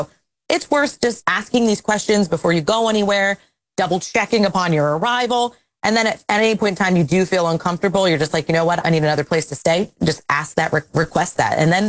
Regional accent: New Jersey, United States; Yeah, I remember I grew up in New Jersey, and I remember our CO alarm actually did go off.

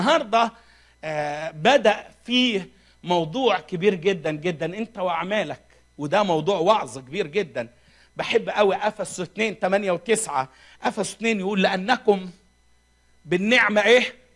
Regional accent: Egypt; عندنا في مصر

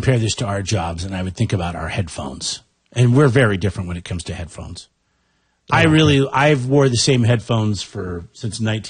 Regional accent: Tacoma, Washington, United States; we're not very nice area. Tacoma, Pierce County.

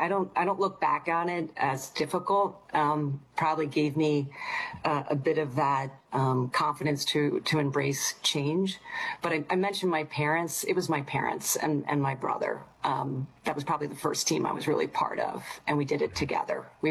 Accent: Philadelphia, Pennsylvania, United States; born there; Well, I said I grew up in Philadelphia

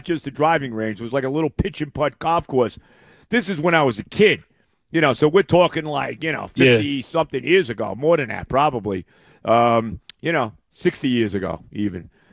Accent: Elmwood Park, New Jersey, United States; when I grew up in Elmwood Park, it was East Patterson back then.

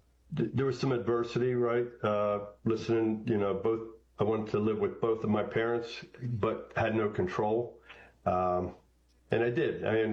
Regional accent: Quakertown, Pennsylvania, United States; I'm from Quakertown. I'm one of 12, and I am number three in the pecking order.

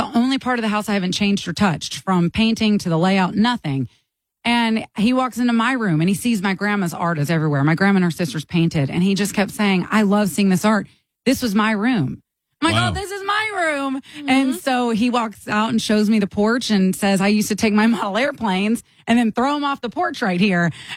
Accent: Augusta, Georgia, United States; I'm from Augusta.

